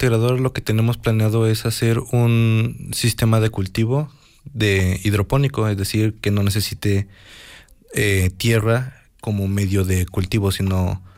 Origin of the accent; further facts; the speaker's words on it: Izúcar de Matamoros, Puebla, Mexico; soy de aquí, de Izúcar de Matamoros.